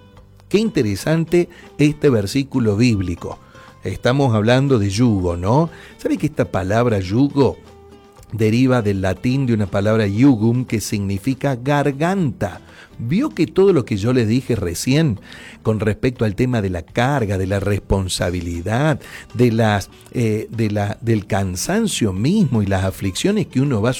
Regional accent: Argentina

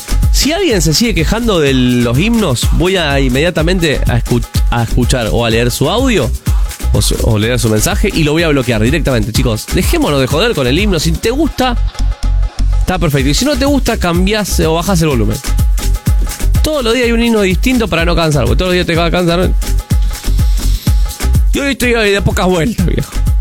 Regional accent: San Gregorio, Santa Fe, Argentina; La gente de San Gregorio. Soy de San Gregorio, Santa Fe.

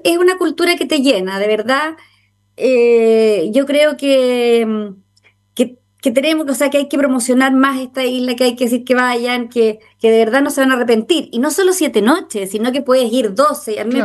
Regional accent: Jamaica; como somos ex colonia inglesa, en 1962 izamos la bandera de Jamaica

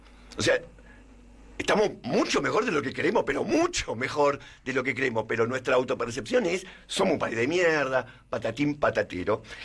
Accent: Argentina

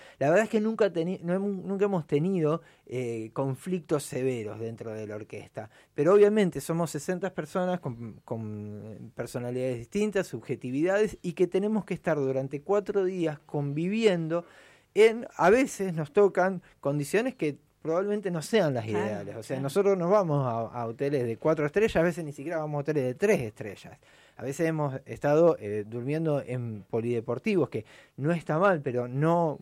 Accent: Rosario, Santa Fe, Argentina; now in Cipolletti, Argentina; En la mayoría de los lugares en Argentina, de donde yo vengo, Rosario

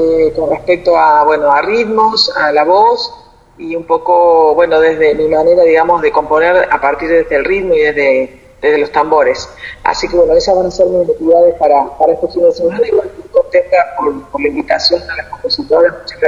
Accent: Córdoba, Argentina; moved away as an adult; now in Buenos Aires, Argentina; soy de Córdoba y hace 3 años estoy residiendo en Buenos Aires.

